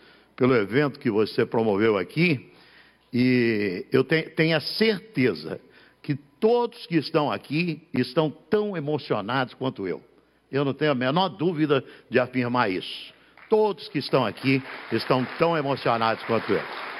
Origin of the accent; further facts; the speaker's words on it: Sorocaba, São Paulo, Brazil; now in São Paulo, Brazil; Sou sorocabano, sou de Sorocaba, sou paulista, e tenho orgulho de ter recebido dessa, aqui de São Paulo, o título de cidadão paulistano também.